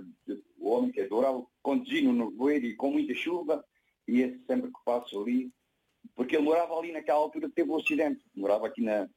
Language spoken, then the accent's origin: Portuguese; Almodóvar, Beja, Portugal; born there; nasci mesmo em Almodóvar.